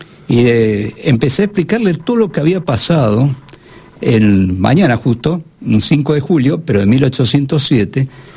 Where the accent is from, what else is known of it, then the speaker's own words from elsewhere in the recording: Curuzú Cuatiá, Corrientes, Argentina; born there; moved away; no soy porteño, soy correntino